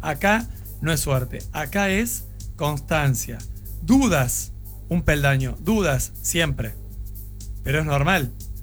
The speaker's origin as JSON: {"language": "Spanish", "country": "Argentina"}